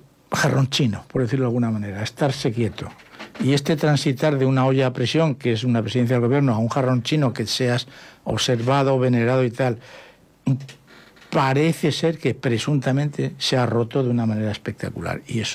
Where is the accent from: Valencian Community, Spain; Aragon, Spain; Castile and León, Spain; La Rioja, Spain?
Castile and León, Spain; Valladolid; en Valladolid, en mi tierra